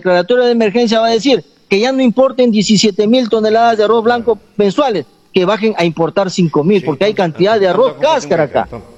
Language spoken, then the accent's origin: Spanish; Peru; somos peruanos